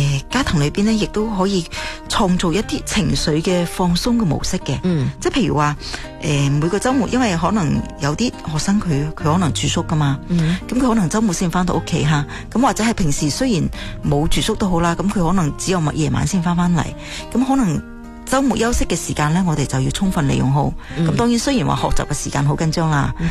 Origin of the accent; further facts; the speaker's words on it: Guangdong, China; 我哋广东人